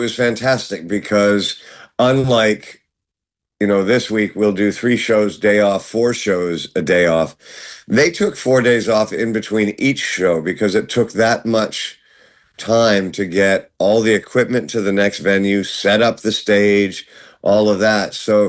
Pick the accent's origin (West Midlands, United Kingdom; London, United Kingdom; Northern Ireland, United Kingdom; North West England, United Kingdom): London, United Kingdom; born there; Yes, I was born in London, at St. Mary's Hospital, and it's my family is actually from Scotland.